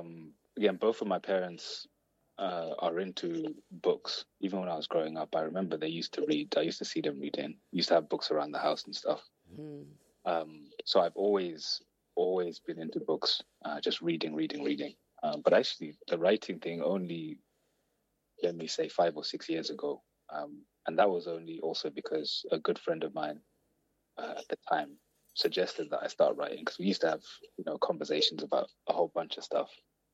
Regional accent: Zimbabwe; I think this is growing up in Zimbabwe anyway at that time.

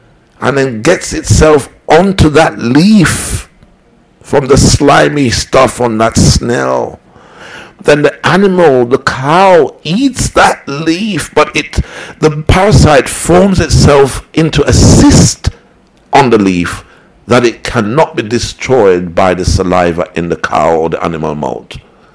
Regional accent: Jamaica; And you know, I'm a Jamaican.

